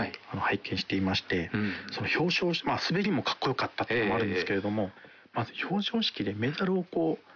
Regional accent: Fukushima, Japan; 僕は福島出身だっていうのがありまして

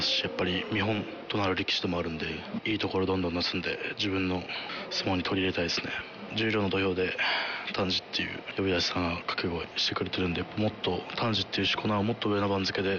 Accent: Fukushima, Japan; moved away; 地元見たらすぐ福島市って分かる化粧回し

